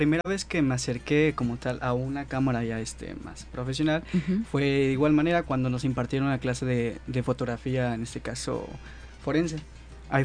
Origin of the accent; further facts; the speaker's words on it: Acapulco, Guerrero, Mexico; Yo soy de aquí, de Acapulco.